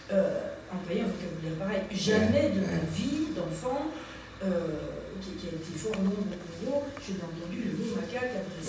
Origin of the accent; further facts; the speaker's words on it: Katanga, DR Congo; À la même époque, moi j'ai vécu, j'ai passé toute mon enfance à l'Est, au Katanga